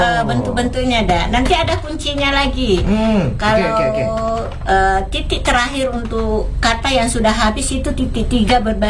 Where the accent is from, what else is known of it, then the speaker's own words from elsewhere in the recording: Watampone, South Sulawesi, Indonesia; moved away; kan masih sekolah di kampung dulu, kecilnya itu sekolahnya SD, SMP, dan malah SMA-nya di Watampone, SMP-nya di Petiro Bajo, SD-nya di Eleta Tanah, SD 6 Ajampulu